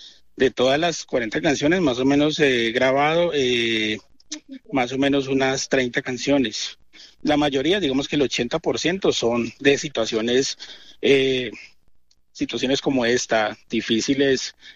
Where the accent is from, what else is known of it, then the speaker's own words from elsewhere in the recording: Garzón, Huila, Colombia; now in Cali, Colombia; nació el 3 de mayo de 1989 en el municipio de Garzón, en el departamento del Huila. Soy huilense, a mucho honor. Desde muy pequeño mis padres se vinieron para la ciudad de Cali.